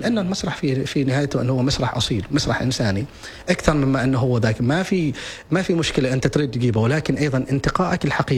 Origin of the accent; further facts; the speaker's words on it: Oman; نحن كعمانيين عندنا إرث،